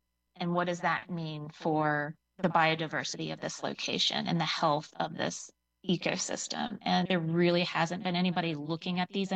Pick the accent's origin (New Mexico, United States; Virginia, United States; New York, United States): Virginia, United States; I grew up in Virginia, hiking the Appalachian Trail and saw the impacts of hydrologic dams and other impacts that we have on the environment